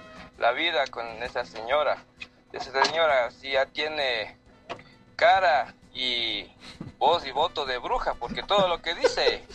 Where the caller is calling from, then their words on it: Ecuador; todos somos ecuatorianos